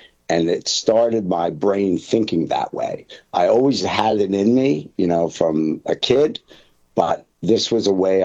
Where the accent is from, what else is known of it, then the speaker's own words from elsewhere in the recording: Philadelphia, Pennsylvania, United States; I'm from Philadelphia. That's where I'm originally from.